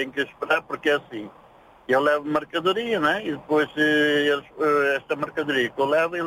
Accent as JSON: {"language": "Portuguese", "country": "Mozambique", "tie": "born there", "also_born_or_lived": "Montepuez, Mozambique / Maputo, Mozambique", "said": "Sou moçambicano."}